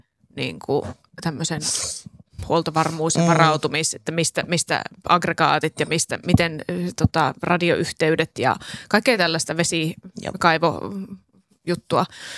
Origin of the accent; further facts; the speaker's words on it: Eastern Finland, Finland; moved away; mä oon siis Itä-Suomesta kotosi